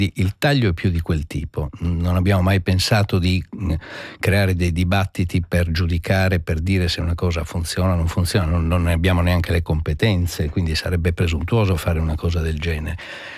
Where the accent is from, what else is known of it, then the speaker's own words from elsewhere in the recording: Sardinia, Italy; adesso io vengo dall'Italia, dove ci sono, dalla Sardegna in particolare